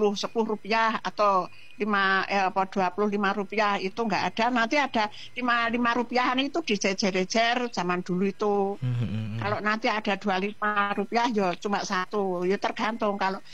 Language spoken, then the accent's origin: Indonesian; Plaosan, East Java, Indonesia; Di daerah saya di pelausan itu nggak ada telegram, lari ke Magetan.